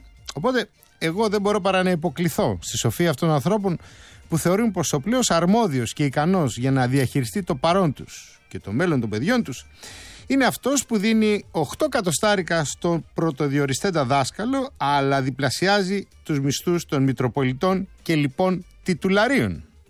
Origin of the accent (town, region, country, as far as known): Greece